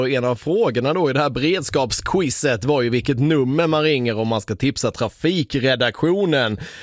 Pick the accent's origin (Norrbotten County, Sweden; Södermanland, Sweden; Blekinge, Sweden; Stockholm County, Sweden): Blekinge, Sweden; accent: Blekinge dialect; med min dialekt här, eller vår dialekt, jag är ju här från Blekinge